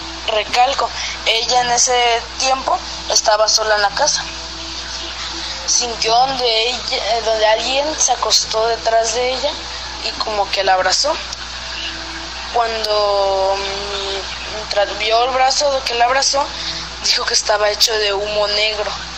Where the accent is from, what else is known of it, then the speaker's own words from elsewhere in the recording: Coatzacoalcos, Veracruz, Mexico; Soy de Coatzacoalcos, Veracruz.